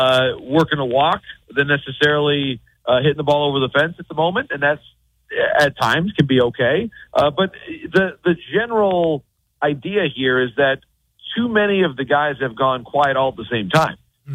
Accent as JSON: {"language": "English", "region": "Midwest", "country": "United States", "said": "I'm from the Midwest in a small town, Mike."}